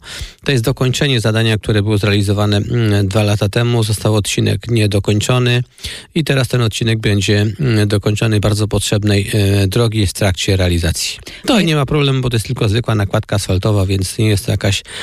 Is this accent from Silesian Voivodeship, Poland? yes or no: no; Rybno, Masovian Voivodeship, Poland; moved away; also born or lived in Sochaczew; ja pochodzę z ziemi sochaczewskiej, z gminy Rybno